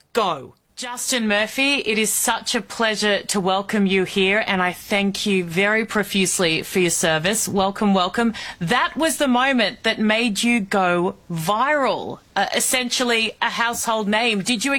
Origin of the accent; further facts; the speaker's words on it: Australia; clearly not Mark Levin. I'm an Australian broadcaster.